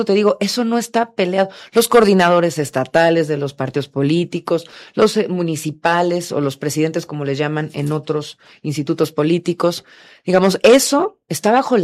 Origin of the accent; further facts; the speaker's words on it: Mexico; nos une como mexicanos